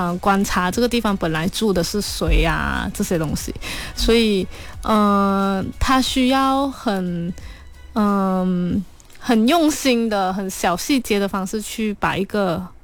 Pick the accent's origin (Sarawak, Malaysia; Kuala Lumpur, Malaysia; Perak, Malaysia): Kuala Lumpur, Malaysia; 我自己是一个磁场街长大的孩子，我读中孔国中，然后放学溜达的地方就是磁场街的这个区嘛